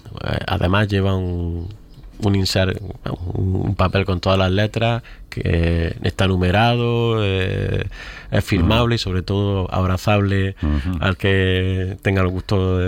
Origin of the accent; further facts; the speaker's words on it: Granada, Andalusia, Spain; Yo que soy granadino